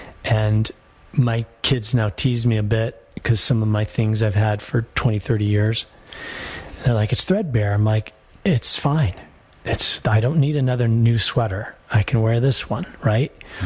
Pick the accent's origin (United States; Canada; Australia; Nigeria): United States; Colorado; born there; moved away as an adult; I came from Colorado